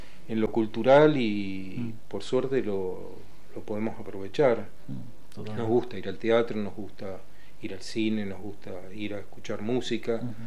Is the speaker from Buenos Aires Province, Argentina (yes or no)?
yes; La Plata, Buenos Aires Province, Argentina; also born or lived in Córdoba; Y es como que yo soy de La Plata. Yo nací en Córdoba, pero en Córdoba iba para fin de año y nada más.